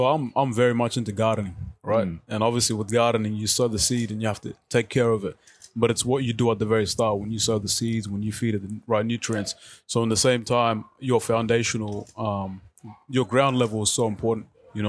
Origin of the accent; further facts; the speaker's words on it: Melton, Victoria, Australia; So I grew up in Melton, low SES community. I went to Stourdon College, that's where I graduated, school in Melton South. Grew up in a pretty large family, I think about nine of us.